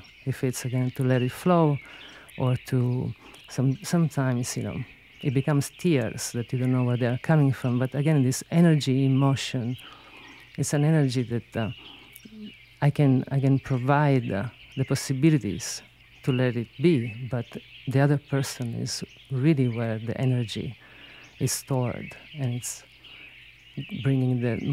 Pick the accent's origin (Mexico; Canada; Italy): Italy; Sicily; first language Sicilian; English is a second language; I grew up in Sicily, and as a child, I was very sensitive and curious about what I call the invisible world. Both in our language, in Sicilian, and among my grandmothers and community, we refer to everything as if it's alive.